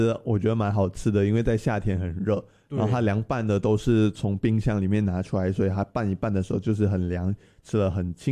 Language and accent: Chinese; Malaysia; now in Taiwan; 所以就还蛮符合我们马来西亚人的胃口的。